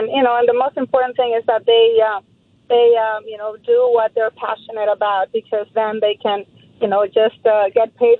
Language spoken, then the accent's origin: English; El Salvador; moved away; whenever I tell them I'm from El Salvador